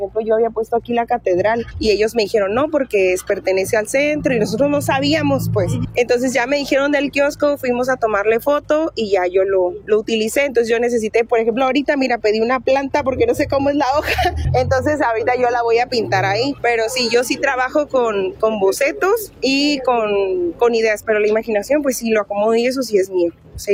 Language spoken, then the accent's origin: Spanish; Ciudad Constitución, Baja California Sur, Mexico; allá en nuestra tierra, en un poblado que nos queda a unos cuantos kilómetros, se llama La Toba. Nosotros somos de Ciudad Constitución, Baja California Sur.